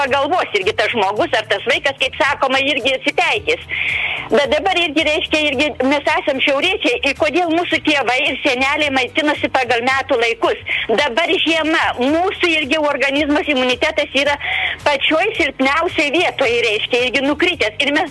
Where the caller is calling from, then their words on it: Samogitia, Lithuania; aš žinokit, jau kaip žemaitė